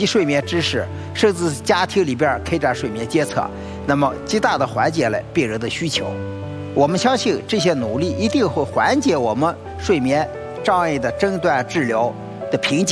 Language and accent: Chinese; China; 我们中国人大概现在15%的睡眠障碍的人就需要就诊